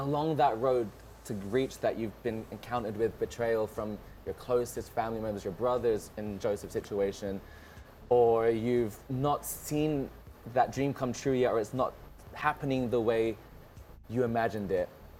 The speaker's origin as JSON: {"language": "English", "region": "London", "country": "United Kingdom", "tie": "born or raised there", "also_born_or_lived": "United States", "said": "I grew up in London, then I lived in the US for a while, and now I'm here."}